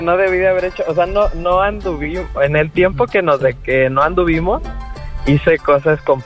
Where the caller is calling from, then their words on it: Monterrey, Nuevo León, Mexico; De Monterrey.